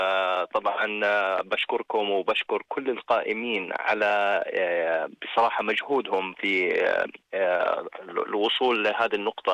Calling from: Aqaba, Aqaba Governorate, Jordan; المسؤولين عندنا في العقبة

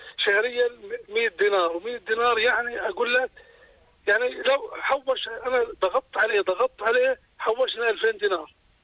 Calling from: Amman, Amman Governorate, Jordan; أنا من عمان الشرقية.

